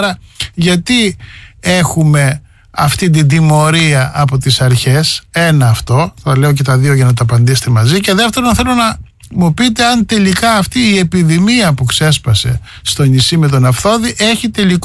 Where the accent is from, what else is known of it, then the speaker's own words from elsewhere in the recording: Lesbos, North Aegean, Greece; moved away; εγώ το Σαββατοκύριακο βρέθηκα στο νησί μου